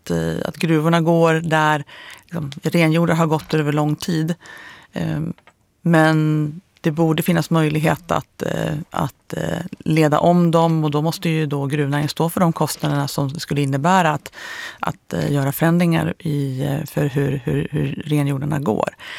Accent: Jämtland County, Sweden; Jag är ju uppväxt i Jämtlandsfjällen och har fiskat där mycket.

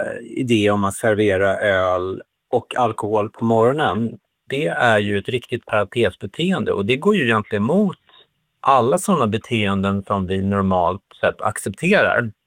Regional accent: Sweden; Och det är någonting som vi svenskar uppfattar som normbrytande.

